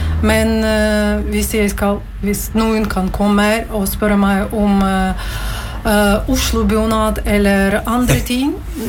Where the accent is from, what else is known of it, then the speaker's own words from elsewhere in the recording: Latvia; Norwegian is a second language; now in Norway; Jeg kom fra Latvia, og så bor i Norge 14 år.